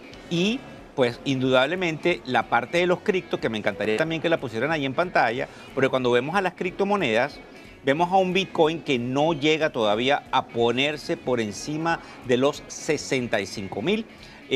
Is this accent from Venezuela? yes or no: yes; Venezuela; accent: Venezuelan; porque a veces no se comprende por la rapidez del lenguaje mío, porque mi acento es venezolano